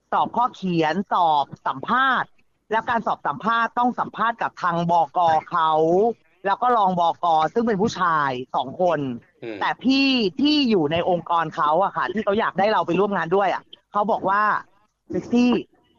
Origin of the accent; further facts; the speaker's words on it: Pathum Thani, Thailand; เป็นคนจังหวัดปทุมธานีค่ะ